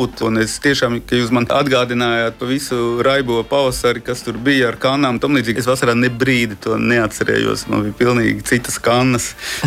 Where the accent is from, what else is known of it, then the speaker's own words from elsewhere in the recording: Latgale, Latvia; also born or lived in Riga; saucu par trimdes latgalieti. Nu, es esmu piedzimis Rīgā, bet, protams, ka man garīgā dzimtene ir visa mana bērnība Latgalē